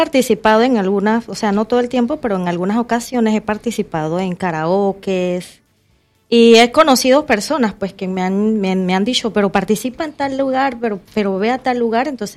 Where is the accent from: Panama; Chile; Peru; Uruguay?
Panama; soy panameña.